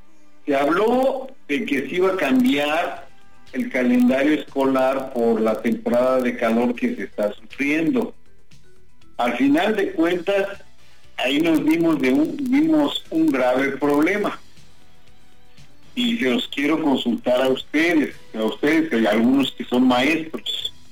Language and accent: Spanish; Mexico; Señores, todos somos mexicanos y todos tenemos las mismas oportunidades.